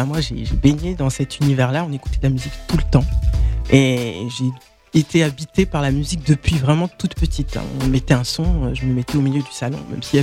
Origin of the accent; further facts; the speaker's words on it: Île-de-France, France; born there; moved away as an adult; also born or lived in Paris / Antony / Ermont; now in Chantilly, France; j'ai vécu en région parisienne, dans le 92 d'abord, à Antony, avec mes parents. Et mes sœurs.